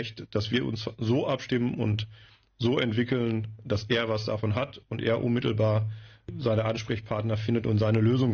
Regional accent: North Rhine-Westphalia, Germany; now in Friesland, Germany; Gerade wenn Sie, wie ich selbst, gebürtig aus NRW kommen

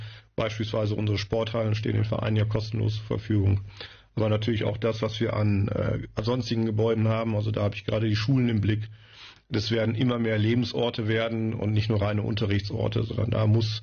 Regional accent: North Rhine-Westphalia, Germany; now in Friesland, Germany; Gerade wenn Sie, wie ich selbst, gebürtig aus NRW kommen

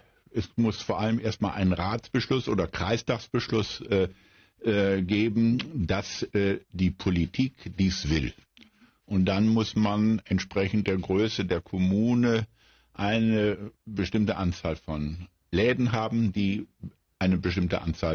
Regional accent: Lower Saxony, Germany; ich sage es als Friese gerne so

